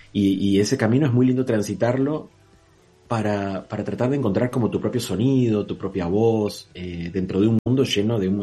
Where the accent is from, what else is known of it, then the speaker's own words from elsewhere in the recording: Venezuela; moved away as an adult; now in Argentina; Yo nací en una casa, yo soy venezolano.